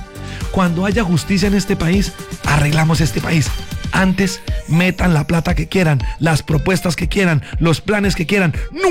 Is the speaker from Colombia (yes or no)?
yes; Colombia; Somos colombianos dueños de este país y nos han tratado como perros. Nos han tratado como lo peor y somos dueños de este país.